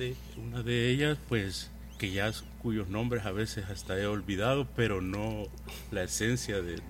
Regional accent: Puerto de La Libertad, La Libertad, El Salvador; now in Apopa, El Salvador; Yo soy de Puerto de la Libertad

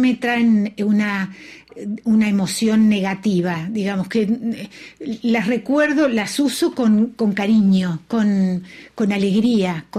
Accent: Argentina

